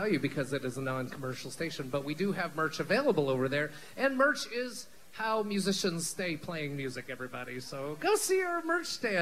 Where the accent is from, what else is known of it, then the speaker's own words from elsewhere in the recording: Knoxville, Tennessee, United States; born there; also born or lived in Las Vegas; now in Nashville, United States; Well, I started in Knoxville. I moved to Nashville in 2013. I moved to Vegas in 2013.